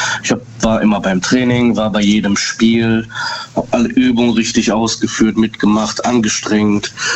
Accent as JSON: {"language": "German", "town": "Dortmund", "region": "North Rhine-Westphalia", "country": "Germany", "said": "Aus Dortmund."}